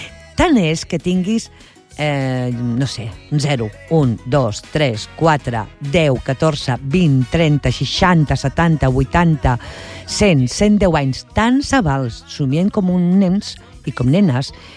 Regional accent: Barcelona, Catalonia, Spain; vaig a dir el nom de Barcelona, tal com ho diem nosaltres, la gent que som originaris del centre de Barcelona

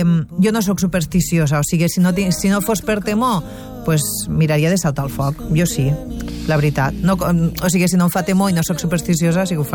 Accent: Amposta, Catalonia, Spain; recordo que quan era petita, en Posta almenys hi havia moltes de fogueres

